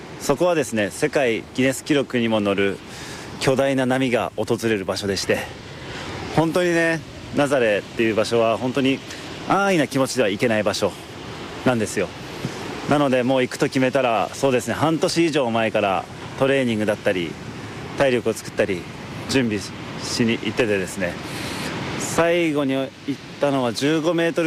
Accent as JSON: {"language": "Japanese", "town": "Chigasaki", "region": "Kanagawa", "country": "Japan", "tie": "born or raised there", "said": "僕の地元茅ヶ崎"}